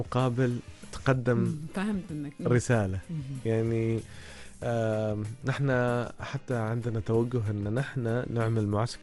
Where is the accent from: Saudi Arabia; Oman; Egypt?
Oman; عندنا في عمان